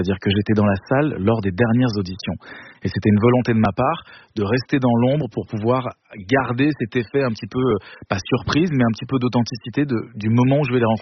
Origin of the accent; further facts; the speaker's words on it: German-speaking Switzerland, Switzerland; je suis suisse allemand